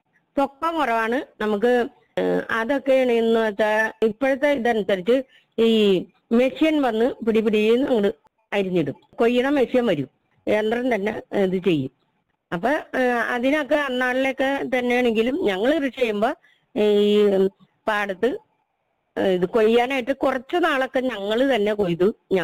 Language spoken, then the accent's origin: Malayalam; Kerala, India; moved away as an adult; now in Mowlassery, Nedumbassery, India; ഞാൻ മൗലശ്ശേരിയിലാണ് ഇപ്പോൾ ജീവിക്കുന്നത്. ഞാൻ ജനിച്ചത് പുത്തുമല്ലിയുടെ പഞ്ചായത്തിന്റെ ചെറുകിടപ്പുറ ഏരിയ എന്ന് പറയും, അവിടെയാണ് ജനിച്ചത്. അവിടെ നിന്ന് ഞാൻ കല്യാണം കഴിഞ്ഞാണ് മൗലശ്ശേരിക്ക് വരുന്നത്, നെടുമ്പാശ്ശേരി പഞ്ചായത്തിന്റെ 1-ാം വാർഡിലേക്ക്.